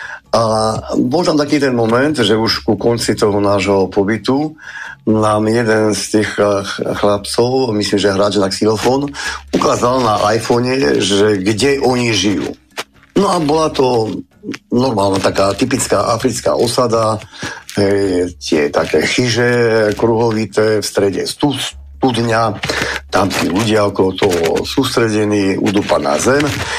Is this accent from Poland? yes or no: no; France; moved away; sme komunikovali po francúzsky, ja som vyrastal vo Francúzsku